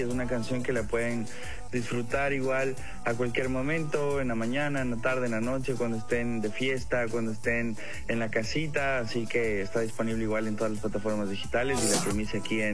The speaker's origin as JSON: {"language": "Spanish", "country": "Ecuador", "moved": "yes", "lives_now": "United States", "said": "Yo me mudé de Ecuador hace 5 años. Estamos viviendo acá en Estados Unidos, exactamente en Florida."}